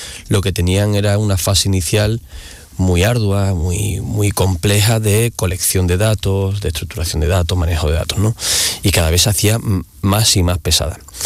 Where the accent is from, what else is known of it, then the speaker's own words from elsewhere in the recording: El Puerto de Santa María, Andalusia, Spain; Mira, yo soy de Cádiz, ¿no? Uh-huh. Del pueblo Santa María.